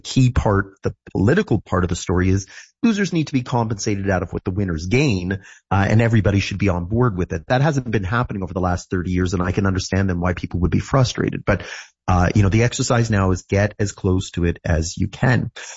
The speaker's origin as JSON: {"language": "English", "region": "Ontario", "country": "Canada", "tie": "born or raised there", "said": "I don't live in Ontario, but I grew up in Ontario, and I'm very familiar with the LCBO."}